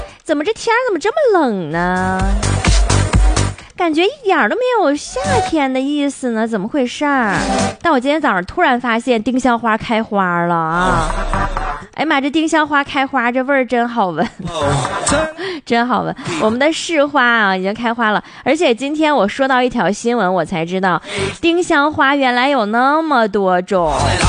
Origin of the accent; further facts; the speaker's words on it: Northeast China, China; 咱们东北人